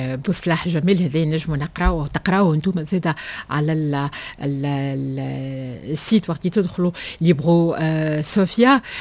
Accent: Tunisia; المستوى التعليمي اللي عندنا في تونس،

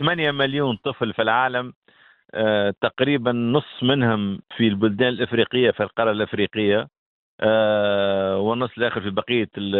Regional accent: Tunisia; احنا اليوم نفتخر بوطننا، نفتخر بالإيجابيات الموجودة في تونس

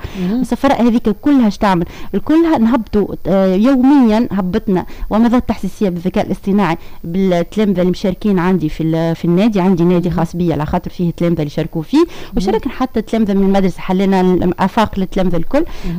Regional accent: Tunisia; أنا تونسي

